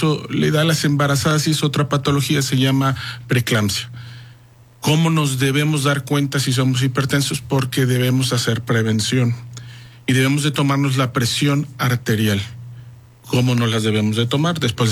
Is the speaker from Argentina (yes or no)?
no; Veracruz, Mexico; Yo soy de Veracruz